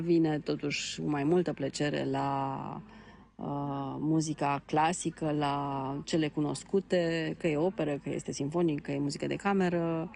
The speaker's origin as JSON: {"language": "Romanian", "country": "Romania"}